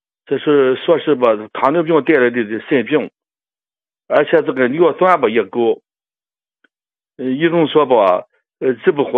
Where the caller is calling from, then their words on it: Qingdao, Shandong, China; 嗯，王老师，我是山东青岛的老朋友了。